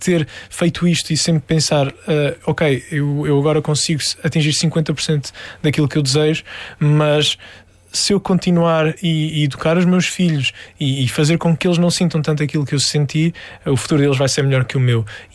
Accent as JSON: {"language": "Portuguese", "region": "Algarve", "country": "Portugal", "said": "olha, eu sou algarvio, isto sou eu."}